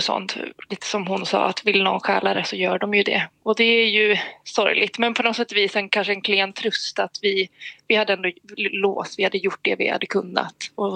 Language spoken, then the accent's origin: Swedish; Östersund, Jämtland County, Sweden; now in Skövde, Sweden; jag är ju uppvuxen i Östersund men bor i Skövde